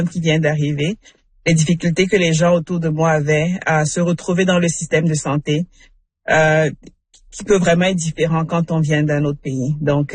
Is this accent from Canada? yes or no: yes; Canada; tous les Canadiens, on a des problèmes. Quand on est parent, on met la santé en arrière. Quand on est Canadien, on a des problèmes dans le système de santé.